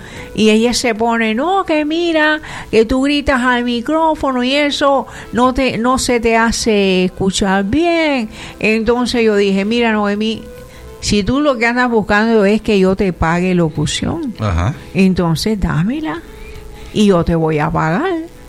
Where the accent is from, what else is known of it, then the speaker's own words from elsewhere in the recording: Havana, Cuba; De la propia Habana. Tengo casa en Santiago de Cuba.